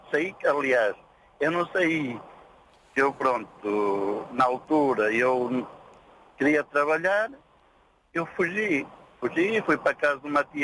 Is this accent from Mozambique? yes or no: yes; Mozambique; Sou moçambicano.